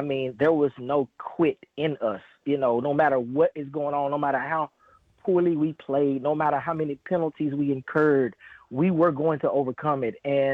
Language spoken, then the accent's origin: English; Dallas, Texas, United States; moved away; being a Dallas boy, I grew up born and raised in Dallas